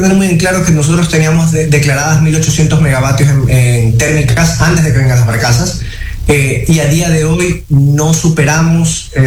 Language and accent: Spanish; Ecuador; Así como los ecuatorianos de a pie pagamos en nuestra casa los 20, 30, 100, hasta $200 de nuestra planilla porque lo usamos.